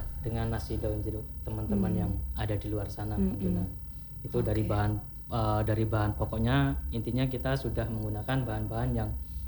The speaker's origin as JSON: {"language": "Indonesian", "region": "Java", "country": "Indonesia", "said": "saya sendiri orang Indonesia"}